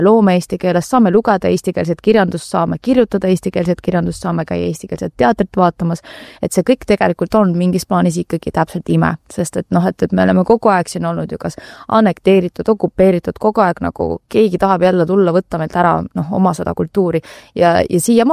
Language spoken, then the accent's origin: Estonian; Tallinn, Harju County, Estonia; born or raised there